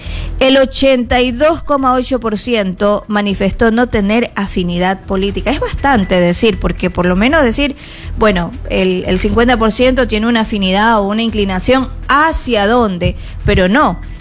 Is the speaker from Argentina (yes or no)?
no; Ecuador; como ciudadanos, como ecuatorianos